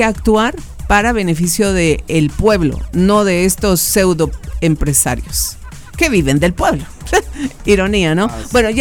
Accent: San Pedro Carchá, Alta Verapaz, Guatemala; moved away; Los transportistas de allá de mi pueblito natal

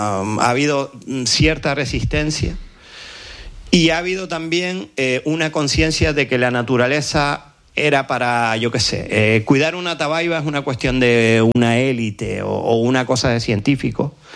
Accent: Puerto de la Cruz, Canary Islands, Spain; born there; Yo soy del Puerto de la Cruz

